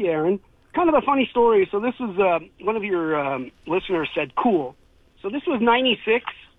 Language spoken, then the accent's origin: English; Dorval, Quebec, Canada; I grew up in Dorval. I'm an Anglo.